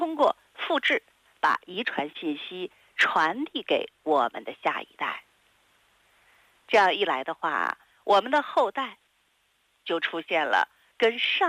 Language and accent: Chinese; China